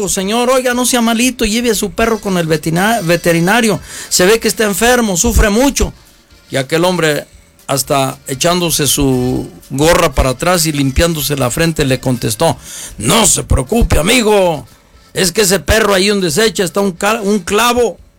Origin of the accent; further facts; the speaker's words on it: Mexico; lo digo como todo mexicano